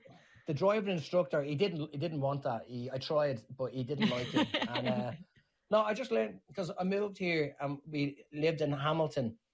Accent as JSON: {"language": "English", "country": "Ireland", "moved": "as an adult", "lives_now": "New Zealand", "said": "But I'm very Irish."}